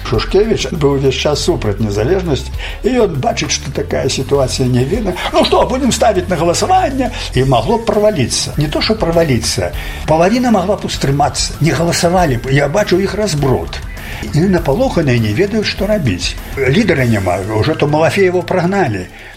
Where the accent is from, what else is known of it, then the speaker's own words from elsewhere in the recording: Belarus; мы, белорусы, мы такие самые